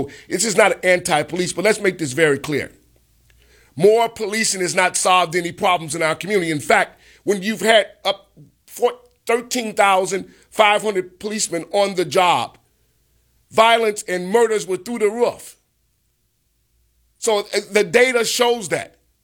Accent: Chicago, Illinois, United States; I remember growing up in Chicago

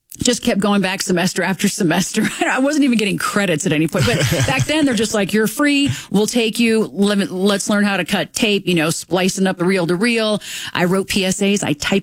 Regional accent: Broomfield, Colorado, United States; also born or lived in Denver; I grew up in Broomfield

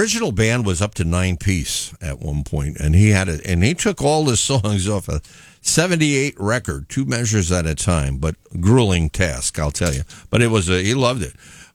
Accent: Troy, New York, United States; Guy I grew up with in South Troy.

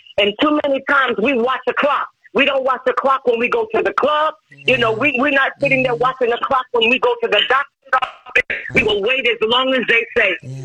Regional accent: Chicago, Illinois, United States; I was born and raised in Chicago.

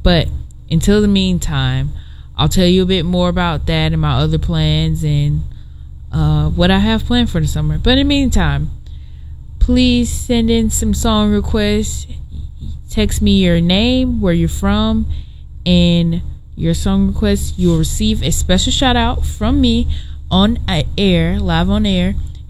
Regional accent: Texas, United States; moved away; I'm from Texas

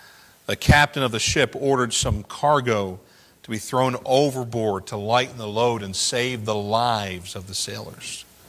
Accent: United States

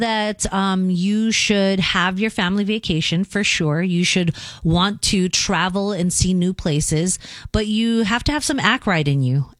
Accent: Hawaii, United States; I am from Hawaii

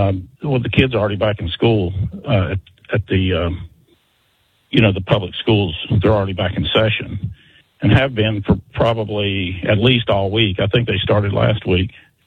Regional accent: Virginia, United States; when I was a kid growing up in Virginia.

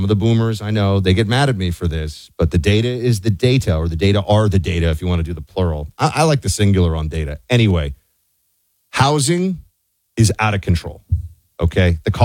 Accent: New York, United States; Now, I'm somebody who did move. So I mean, I'm from New York.

